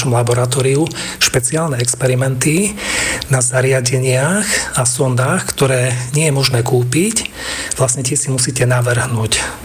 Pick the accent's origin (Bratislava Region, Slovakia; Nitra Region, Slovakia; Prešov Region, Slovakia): Prešov Region, Slovakia; Stará Ľubovňa; now in Košice, Slovakia; A ten život v Starej Ľubovni a to moje detstvo bolo zaujímavé tým, že moja mama pochádza z 8 detí a aj otec z 8 detí.